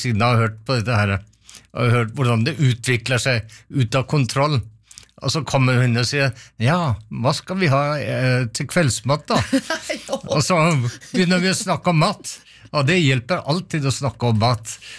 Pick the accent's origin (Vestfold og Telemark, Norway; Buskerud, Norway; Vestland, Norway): Vestfold og Telemark, Norway; Seljord; accent: Telemark dialect; moved away; also born or lived in Greenland; og snakke telemarksmål med dem. Da ble jeg mer og mer radikal i min dialekt, og finner tilbake til språket gjennom de gamle som jeg besøker.